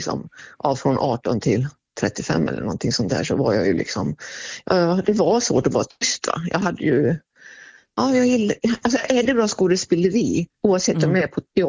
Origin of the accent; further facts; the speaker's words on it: Sweden; Jag är ju svensk, ja, absolut i mitt själ och hjärta